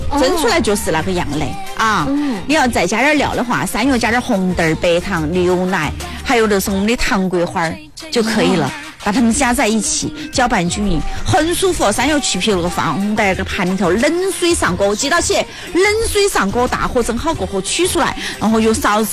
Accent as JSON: {"language": "Chinese", "region": "Jiangxi", "country": "China", "said": "平时我们江西人还喜欢拿蓝藕来煨汤"}